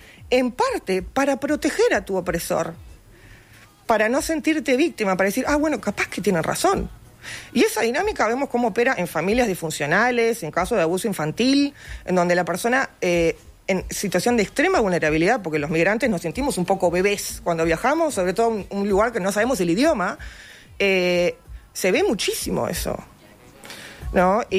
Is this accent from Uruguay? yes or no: yes; Uruguay; yo creo que como sociedad uruguaya